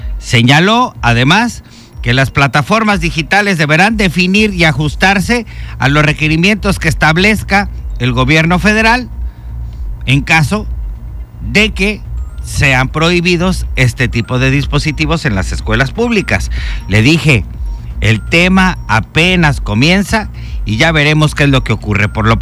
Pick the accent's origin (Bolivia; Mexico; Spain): Mexico; cómo somos los mexicanos y mexicanas.